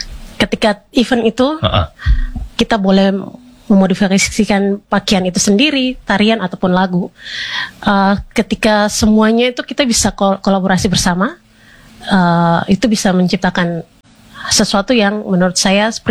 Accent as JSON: {"language": "Indonesian", "region": "Papua", "country": "Indonesia", "said": "itu adalah budaya kita Papua."}